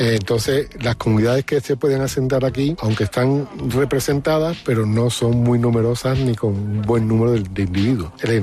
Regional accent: Málaga, Andalusia, Spain; soy natural de Málaga y mi profesión es biólogo. Y yo estoy en Fuente de Piedra ahora mismo

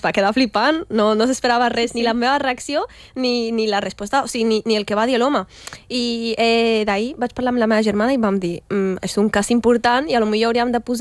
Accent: Catalonia, Spain; Si et pregunten i tu li dius soc catalana, et diuen ja, i què més? O sigui, catalana i...

